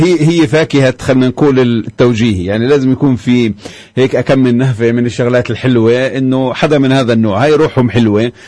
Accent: Palestine; بالنسبة لنا كفلسطينيين

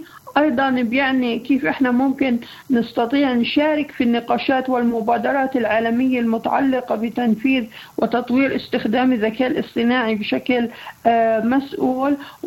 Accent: Palestine; اعتراف دولي بكفائتنا كفلسطينيين

